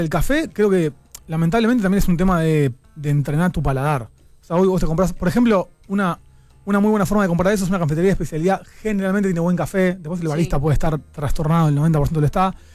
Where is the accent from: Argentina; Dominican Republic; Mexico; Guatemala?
Argentina